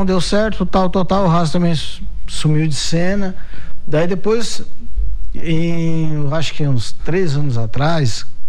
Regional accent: Imbituba, Santa Catarina, Brazil; Eu sou de Imbituba, né?

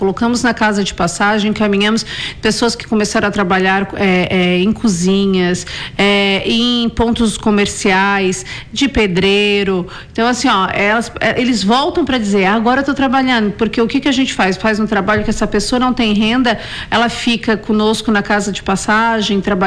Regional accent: Rio Grande do Sul, Brazil; eu sou do Rio Grande do Sul, mas qual foi o teu último lugar que você passou?

